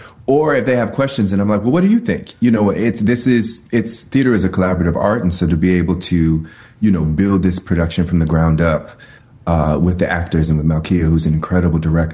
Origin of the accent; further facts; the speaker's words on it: Chicago, Illinois, United States; also, I'm from Chicago, so I had to make sure that the production was right for the hometown crew.